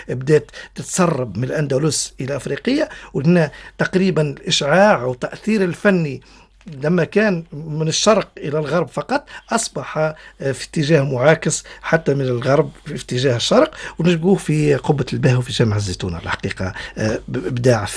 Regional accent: Kairouan, Kairouan Governorate, Tunisia; كما عندنا في القيروان ثلاث أبراج متراكبة

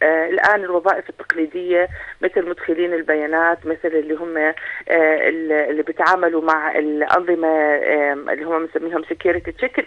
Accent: Jordan; يعني إحنا هون في الأردن

